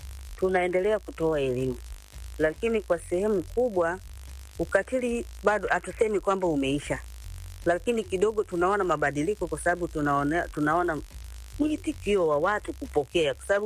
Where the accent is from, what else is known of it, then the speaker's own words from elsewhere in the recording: Serengeti, Mara, Tanzania; natokea mkoa wa Mara, wilaya Serengeti